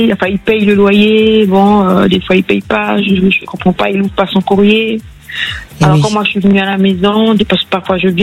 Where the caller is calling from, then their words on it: Vitry-sur-Seine, Île-de-France, France; J'appelle dans le Val-de-Marne. Précisément à Vitry-sur-Seine.